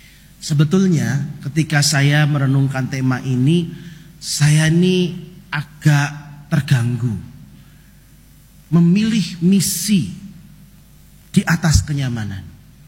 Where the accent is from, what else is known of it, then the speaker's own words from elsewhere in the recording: West Java, Indonesia; saya berasal dari Sunda. Sunda ya, Jawa Barat.